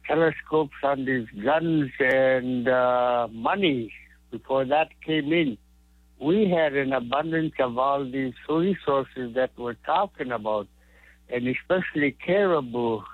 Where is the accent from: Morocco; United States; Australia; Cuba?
United States; New Stuyahok, Alaska; Good morning. I am from New Stuyuhok, a way to go down river is what it means in English. Stuyuhok in Yupik language means to go down river, the way to go down river.